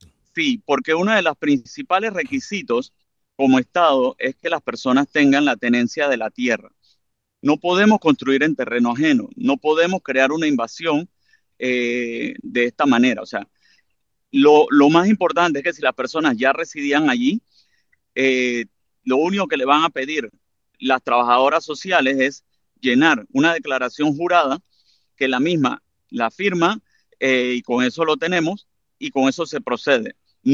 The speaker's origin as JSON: {"language": "Spanish", "country": "Panama", "said": "lo hablo como ingeniero, como panameño"}